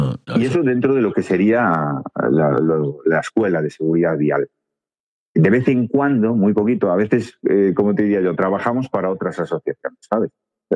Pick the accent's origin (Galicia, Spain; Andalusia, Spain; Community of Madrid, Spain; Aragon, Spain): Galicia, Spain; Lugo; como somos de Lugo y creo que vivimos en un paraíso